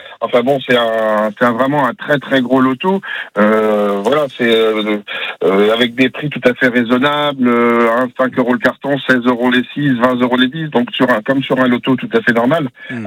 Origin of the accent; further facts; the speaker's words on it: Aubeterre, France; Oui, ben moi je suis natif d'Aubeterre